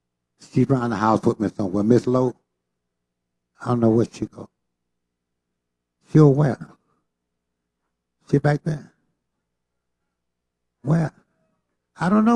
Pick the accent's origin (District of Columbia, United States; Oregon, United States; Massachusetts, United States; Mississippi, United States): Mississippi, United States; we're from Mississippi.